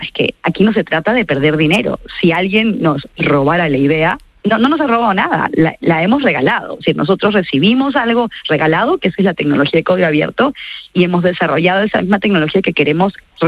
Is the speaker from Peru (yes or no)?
yes; Peru; now in Spain; Yo soy peruana. Terminé en España no por casualidad